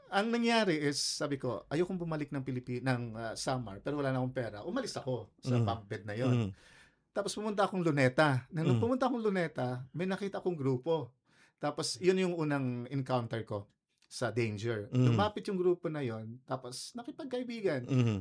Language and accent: Tagalog; Catbalogan, Samar, Philippines; Nung nasa Katbalogan ako noon, namatay yung mother ko na was 6 years old.